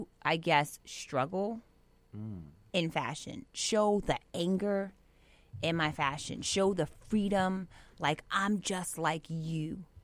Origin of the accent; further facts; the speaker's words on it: New York City, New York, United States; I'm a Harlem native.